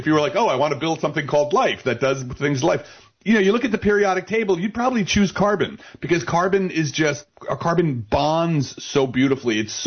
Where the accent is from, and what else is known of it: Belleville, New Jersey, United States